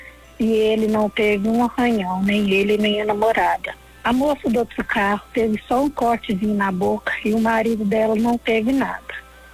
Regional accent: Lagoa da Prata, Minas Gerais, Brazil; sou de Lagoa da Prata.

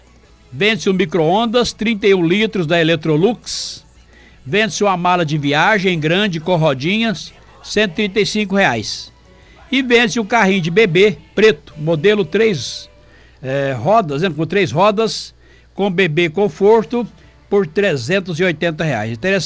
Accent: Tupaciguara, Minas Gerais, Brazil; moved away; hoje é aniversário da minha cidade natal, né? Tupaciguara, terra da mãe de Deus.

